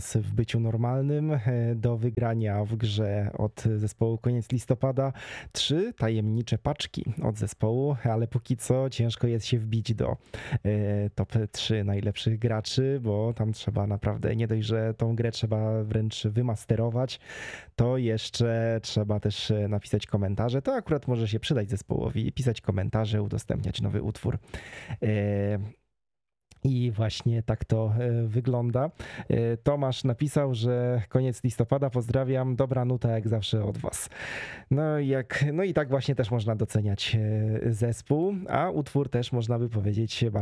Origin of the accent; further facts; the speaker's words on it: Płock, Masovian Voivodeship, Poland; born or raised there